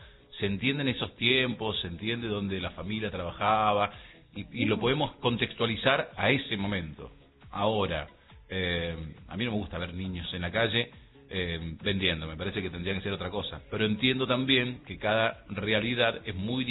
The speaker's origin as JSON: {"language": "Spanish", "town": "Rama Caída", "region": "Mendoza", "country": "Argentina"}